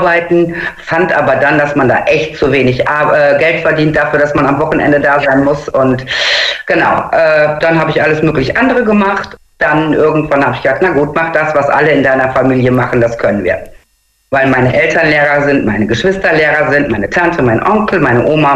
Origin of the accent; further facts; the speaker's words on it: Xanten, North Rhine-Westphalia, Germany; also born or lived in Münster; Ich bin in Münster geboren, in Xanten groß geworden, jetzt das 27. Mal umgezogen und deswegen sage ich nicht alle Stationen auf.